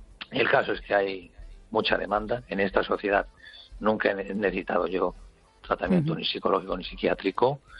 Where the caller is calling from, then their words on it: Barcelona, Catalonia, Spain; Te llamo desde Barcelona.